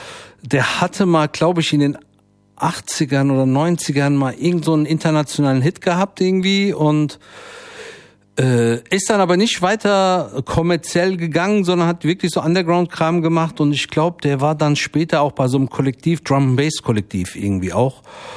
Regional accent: Frankfurt, Hesse, Germany; born there; obwohl ich ja gebürtiger Frankfurter bin, schlägt auch für Offenbach.

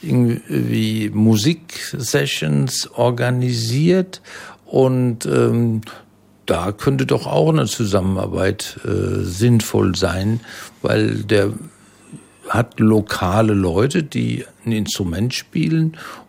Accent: Frankfurt, Hesse, Germany; Wir müssen nur als Frankfurter dafür sorgen, dass die Grünflächen erhalten bleiben

